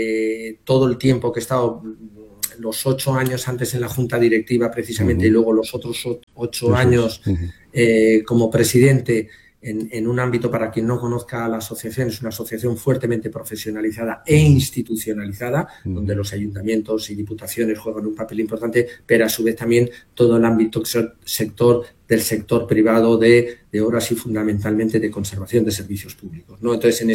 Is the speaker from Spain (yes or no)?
yes; Aragon, Spain; also born or lived in Huesca; now in Zaragoza, Spain; desde pequeño, como un aragonés de un pueblo pequeñito